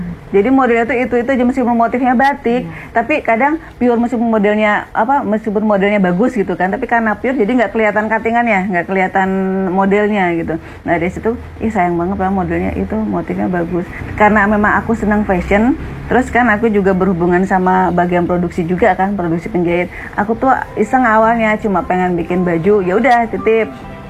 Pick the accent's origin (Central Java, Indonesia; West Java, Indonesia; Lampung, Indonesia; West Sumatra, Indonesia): West Java, Indonesia; now in Yogyakarta, Indonesia; aku bukan asli Jogja, dari Jawa Barat. Terus ke Jogja, hijrah ke Jogja